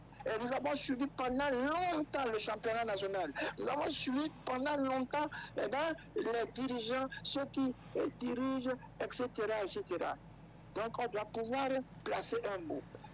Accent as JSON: {"language": "French", "country": "Benin", "said": "Nous sommes des Béninois."}